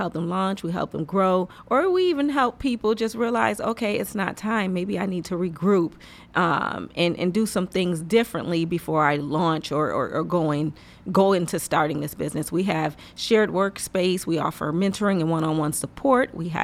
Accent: Rochester, New York, United States; I am, born and raised.

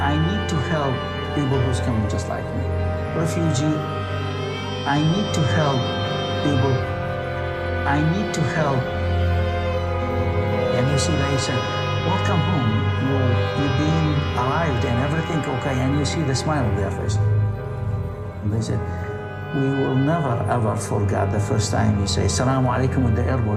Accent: Iraq; English is a second language; moved away; So, came here knowing nobody, zero language. The first hot meal I get, you know, I'm Muslim, I'm coming from Iraq.

